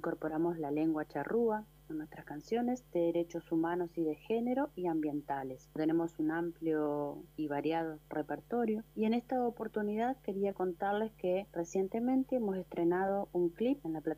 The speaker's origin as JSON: {"language": "Spanish", "town": "Villaguay", "region": "Entre Ríos", "country": "Argentina", "said": "Somos de Villaguay, pertenecemos a la comunidad charrúa triet de esta ciudad"}